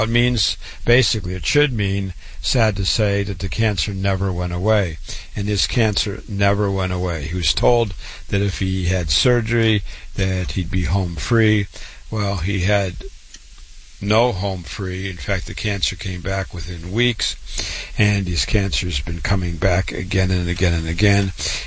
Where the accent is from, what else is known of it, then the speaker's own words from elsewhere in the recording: Waterloo, Iowa, United States; moved away; born and raised in Waterloo, Iowa.